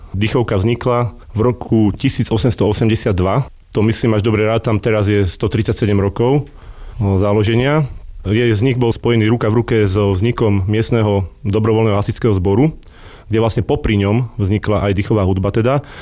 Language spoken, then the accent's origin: Slovak; Topoľčianky, Nitra Region, Slovakia; Tak pochádzame z obce Topolčianky, ktorá sa nachádza asi 5 km od Zlatých Moraviec v Nitrianskom kraji.